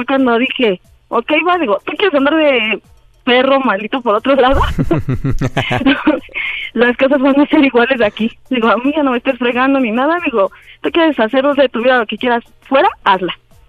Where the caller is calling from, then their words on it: Mexico City, Mexico; Tengo 35, soy de CDMX.